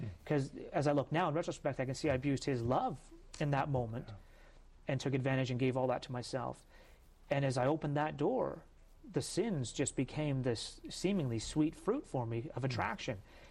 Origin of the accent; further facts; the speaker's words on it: Canada; As a Canadian, we played road hockey nonstop.